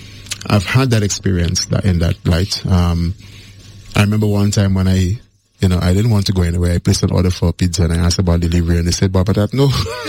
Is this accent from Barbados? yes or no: yes; Barbados; Yeah, I don't hide to tell you I'm from Barbados.